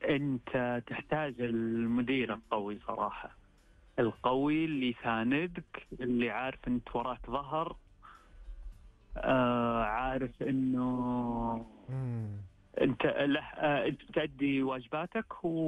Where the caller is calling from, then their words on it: Riyadh, Riyadh Province, Saudi Arabia; من الرياض.